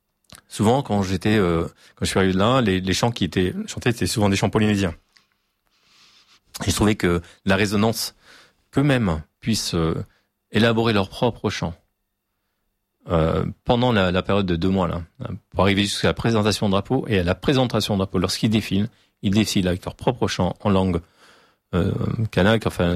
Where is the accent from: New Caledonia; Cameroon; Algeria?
New Caledonia; On vient de Nouvelle-Calédonie, donc prenons le deuxième.